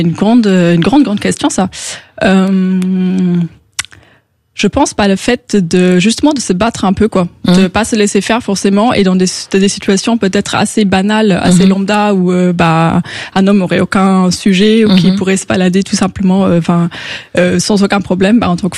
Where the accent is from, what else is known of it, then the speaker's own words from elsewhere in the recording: Luxembourg; now in Paris, France; Enfin, moi, je viens du Luxembourg